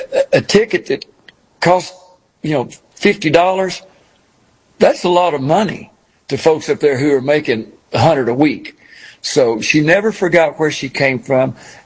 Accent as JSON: {"language": "English", "country": "Ireland", "said": "Absolutely. Well, she was, well, I'm Irish too."}